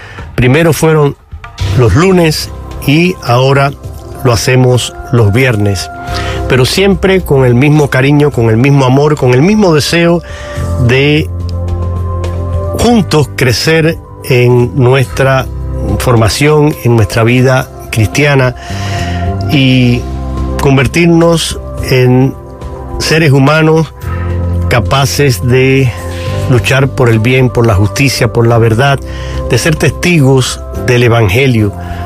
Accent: Cuba; moved away; Es inmigrante, al igual que este servidor … que soy cubano. Los dos abandonamos nuestros países por razones y motivos

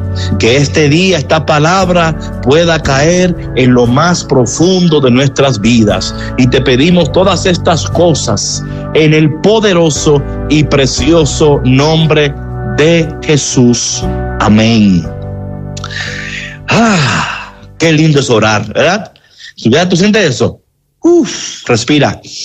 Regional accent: Dominican Republic; Elila de la República Dominicana, mi paisana.

